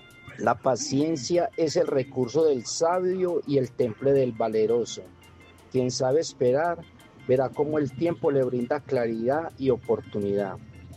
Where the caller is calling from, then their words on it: Medellín, Antioquia, Colombia; reportando sintonía desde el amarillito aquí por los lados de Belén.